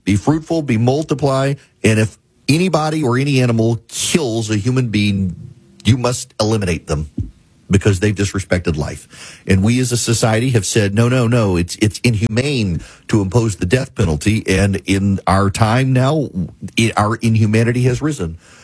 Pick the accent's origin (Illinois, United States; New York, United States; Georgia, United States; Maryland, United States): Georgia, United States; Milledgeville; reopened Central State Hospital in Georgia, the mental hospital in your state, the mental hospital in my hometown.